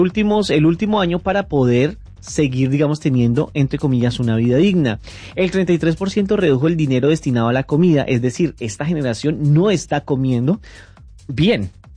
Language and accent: Spanish; Colombia; yo soy colombiano, y desde que tengo uso de razón, Colombia ha estado en crisis, y en guerra y en violencia.